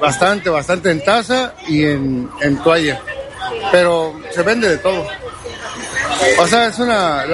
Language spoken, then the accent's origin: Spanish; Mexico; No, vengo de México.